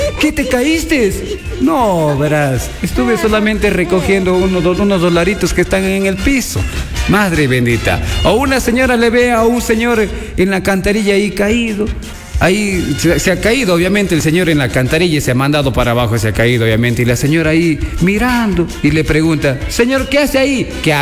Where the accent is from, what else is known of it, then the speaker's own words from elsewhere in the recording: Ecuador; Y así creo que somos todos los ecuatorianos